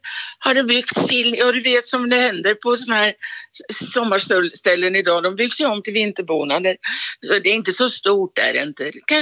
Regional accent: Åby, Sweden; För att jag har mina vänner där och jag är ifrån Åby

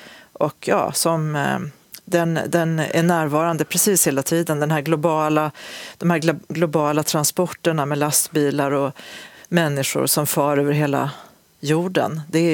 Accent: Osebol, Värmland, Sweden; Och när jag gick från Karlstad till Osebol, där jag växte upp

